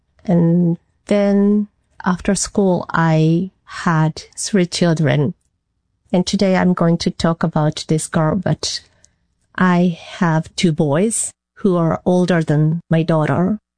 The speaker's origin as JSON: {"language": "English", "country": "Japan", "tie": "born or raised there", "said": "Since this is my home country and I have lived here for almost entire my life, it's a special country"}